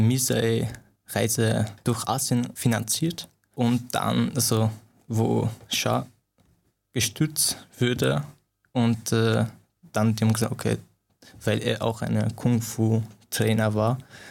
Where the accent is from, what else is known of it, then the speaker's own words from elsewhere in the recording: Afghanistan; now in Austria; Natürlich, ich komme ursprünglich aus Afghanistan, aber ich fühle mich nicht so richtig ein Afghaner.